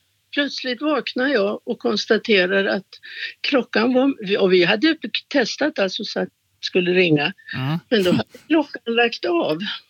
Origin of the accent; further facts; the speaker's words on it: Uppland, Sweden; also born or lived in Gothenburg / Malmö / Kävlinge; Men jag är från Uppland, så att, även om jag är född i Göteborg. Så jag pratar inte skånska. Jag har bott i Malmö.